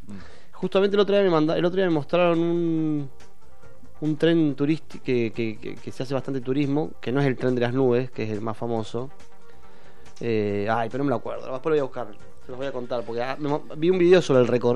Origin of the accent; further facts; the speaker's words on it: Buenos Aires, Argentina; yo como porteño